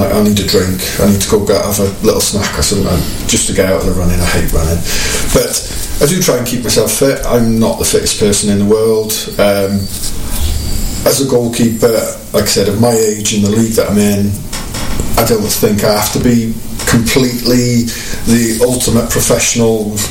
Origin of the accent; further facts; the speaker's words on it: Yorkshire and the Humber, United Kingdom; moved away; So I'm from up north. I'm from Yorkshire originally.